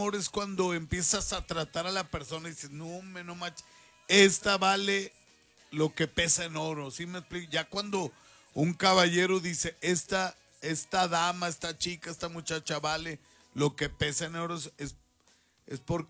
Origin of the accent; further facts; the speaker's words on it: northern Mexico, Mexico; lo digo como buen norteño